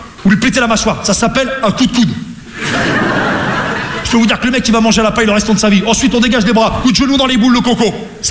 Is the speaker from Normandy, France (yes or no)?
yes; Rouen, Normandy, France; Parce que je viens de Rouen, tu vois, la Normandie, les Vikings, on est tous un peu des.